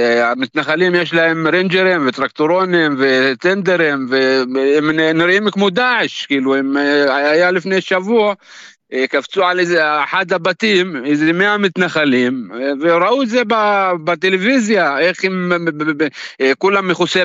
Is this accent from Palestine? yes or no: yes; Qusra, West Bank, Palestine; Hebrew is a second language